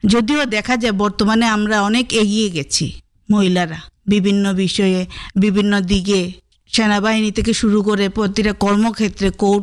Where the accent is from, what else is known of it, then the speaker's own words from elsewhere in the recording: India; আমাদের ভারত সরকার